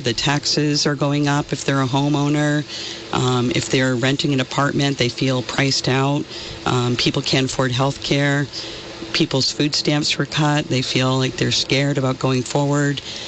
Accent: Vermont, United States; moved away as an adult; I grew up in Vermont and grew up, you know, I graduated from Fairfax, lived in Burlington, I've lived in Walden, I've lived in Ludlow, lived in Fairfield.

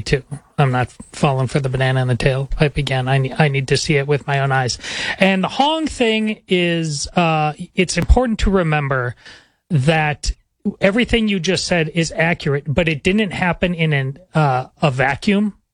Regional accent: Madison, Wisconsin, United States; moved away; my hometown of Madison, Wisconsin.

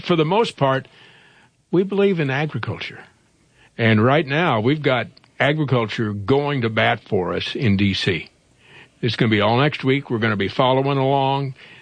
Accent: Iowa, United States; We're farm folks from Iowa that moved all over the country.

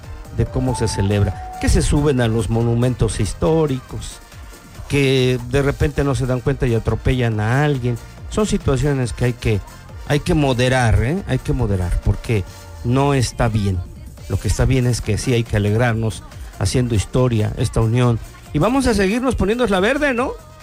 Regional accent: Mexico

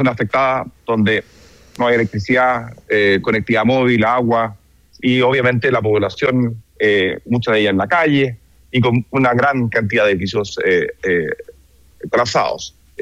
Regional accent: Chile; yo efectivamente soy chileno

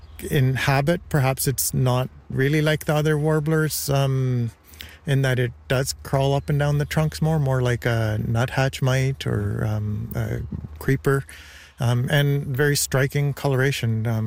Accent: Ontario, Canada; moved away; I am accustomed to seeing them from my childhood, growing up in Ontario

